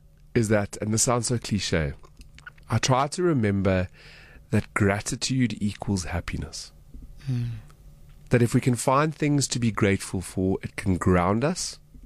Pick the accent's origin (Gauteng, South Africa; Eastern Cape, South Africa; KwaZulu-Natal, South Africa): Gauteng, South Africa; Alberton; I grew up in Alberton, a great upbringing. Alberton is a beautiful, beautiful place in Johannesburg to raise a family. I would know, because my parents did it. But after sort of school and whatever, I moved out